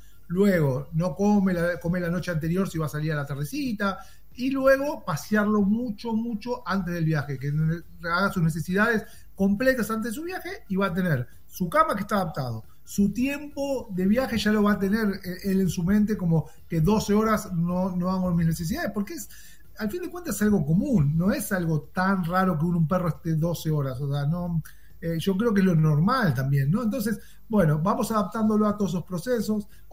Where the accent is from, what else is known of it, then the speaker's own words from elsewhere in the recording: Argentina; now in Miami, United States; Sí, argentino y italiano, tengo doble ciudadanía italiana, pero por una cuestión de placer, todos mis abuelos eran italianos y tengo mucho.